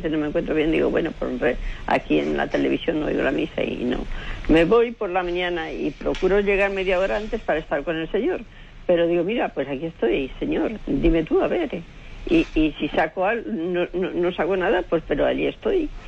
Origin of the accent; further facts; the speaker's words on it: Madrid, Community of Madrid, Spain; soy aquí de Madrid.